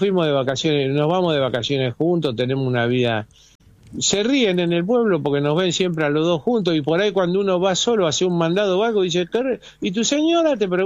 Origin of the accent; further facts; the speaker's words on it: Rosario, Santa Fe, Argentina; born there; Yo nací en Rosario.